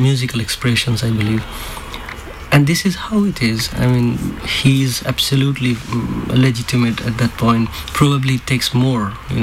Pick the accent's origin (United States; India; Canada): India; we as an Indian in general believe in life incarnation and few lives before and after.